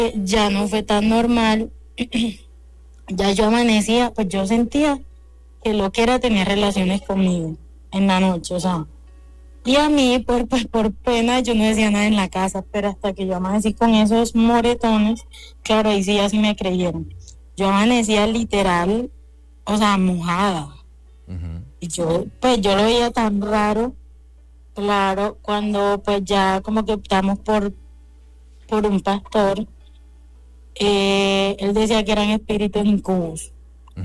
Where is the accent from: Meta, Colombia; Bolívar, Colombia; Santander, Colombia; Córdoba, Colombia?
Córdoba, Colombia; now in Medellín, Colombia; Yo soy de CRT Córdoba, pero ahora mismo pues resido en Medellín.